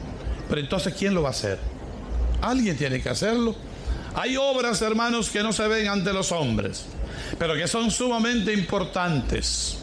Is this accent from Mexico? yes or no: no; Villa Trina, Espaillat, Dominican Republic; Los que vivimos en la montaña, y yo soy de Villa Trina, ¿verdad? Los que somos de lugares frescos y tenemos aire acondicionado central